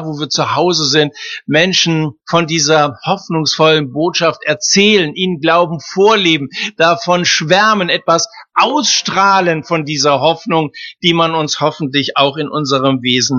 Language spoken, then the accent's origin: German; Hesse, Germany; Die Fläche kaum größer als mein Heimatland Hessen.